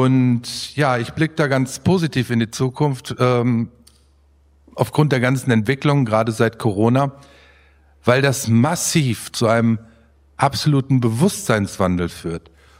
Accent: Hagen, North Rhine-Westphalia, Germany; born or raised there

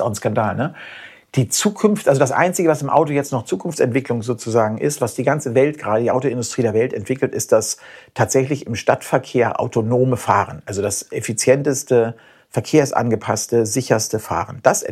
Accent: Germany; als Deutscher

